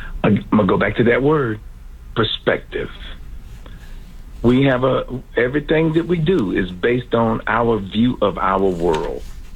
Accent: North Carolina, United States; I said ain't because I'm from North Carolina

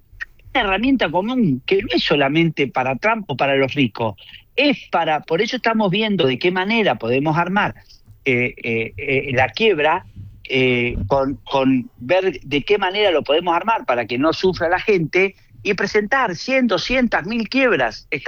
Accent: Argentina; Yo no hablo de partidos políticos, no importa cuál, pero los argentinos estamos siendo víctimas de un delito que es la usura

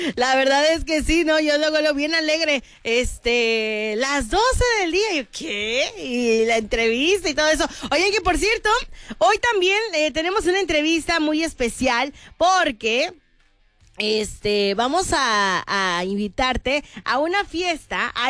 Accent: Mexico

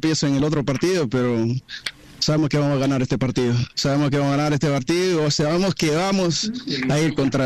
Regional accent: Quito, Pichincha, Ecuador; now in Florida, United States; Yo soy de Quito, de corazón y de sangre, de nacimiento, pero vivo en la Florida, del sur de la Florida.

